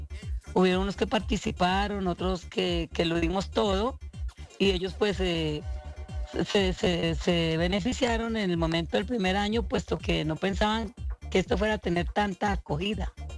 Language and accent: Spanish; Chaparral, Tolima, Colombia